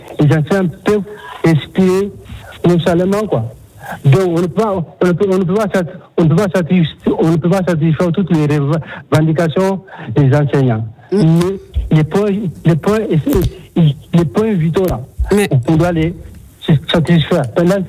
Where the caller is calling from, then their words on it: Mali; Chez nous, au Mali